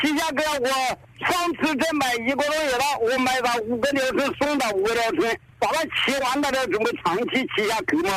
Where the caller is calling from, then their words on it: Hubei, China; 我是湖北省秦岭市邵阳县关庄镇八文村的人。